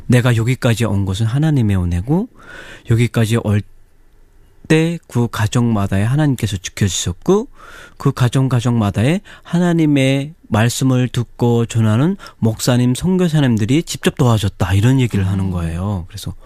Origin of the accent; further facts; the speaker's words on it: North Korea; 찾아서 탈북하고 싶다라고 해가지고 그 변호사님한테 직접 유엔에 찾아가서 신청을 했습니다.